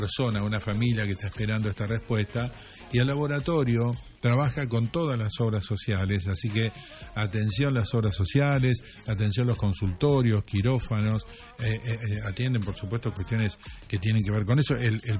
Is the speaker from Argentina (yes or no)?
yes; Argentina; Los argentinos somos increíbles.